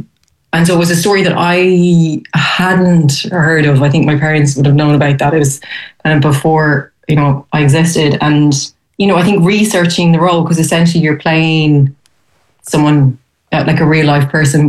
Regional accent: Leinster, Ireland

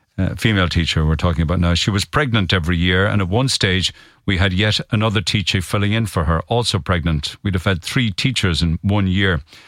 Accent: Silvermines, Munster, Ireland; born or raised there; now in Cork, Ireland

